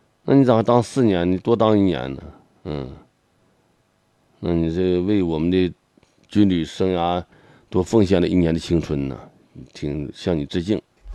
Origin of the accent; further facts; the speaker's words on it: Heilongjiang, China; born there; moved away; also born or lived in Shenyang / Dandong / Benxi; 那我是出生在黑龙江，那我后来我当时上沈阳了，那能我说我沈阳，我在我你我是沈阳人啊，我还丹东我待过呢，丹东576炮兵教导团啊